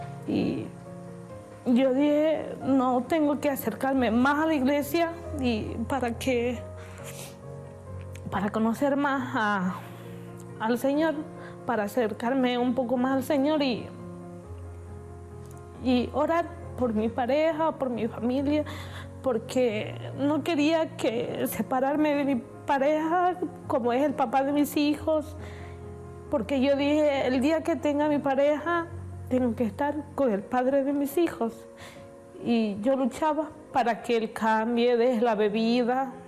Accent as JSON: {"language": "Spanish", "town": "Santa Cruz de la Sierra", "region": "Santa Cruz", "country": "Bolivia", "moved": "as an adult", "lives_now": "Brazil", "said": "tengo 25 años, soy de Santa Cruz de la Sierra, Bolivia."}